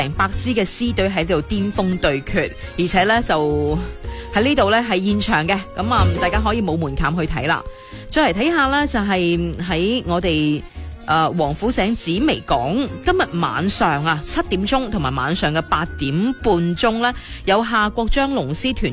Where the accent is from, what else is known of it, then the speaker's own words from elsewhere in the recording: Guangdong, China; 我哋廣東人、嶺南人